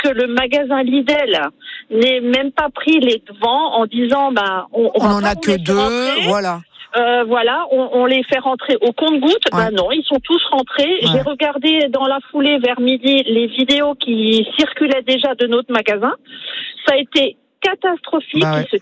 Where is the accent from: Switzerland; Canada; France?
France; Wittenheim, Grand Est; Alors, je suis, on est de Wittenheim, mais on est sur la route pour partir en vacances une semaine.